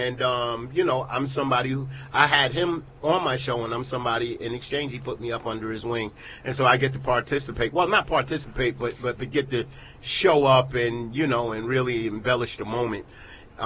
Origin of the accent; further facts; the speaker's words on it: Roosevelt, New York, United States; born there; I'm from Roosevelt.